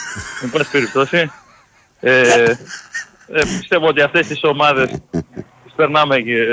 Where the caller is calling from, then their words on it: Agioi Anargyroi, Attica, Greece; από Αγίους Αναργύρους